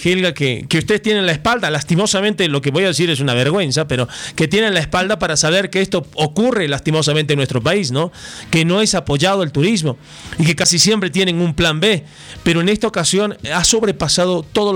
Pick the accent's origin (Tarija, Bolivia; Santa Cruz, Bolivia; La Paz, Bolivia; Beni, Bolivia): La Paz, Bolivia; el sector turístico, que debería ser uno de nuestros mayores estandartes como paseños